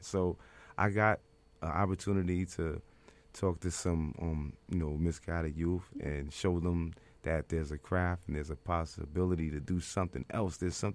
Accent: New York City, New York, United States; I'm from Harlem

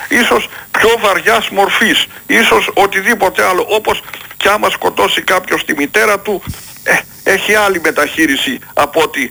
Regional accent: Veltsista, Epirus, Greece; born or raised there

